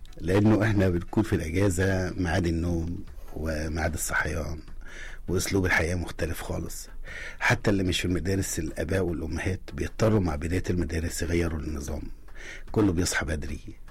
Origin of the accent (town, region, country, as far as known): Egypt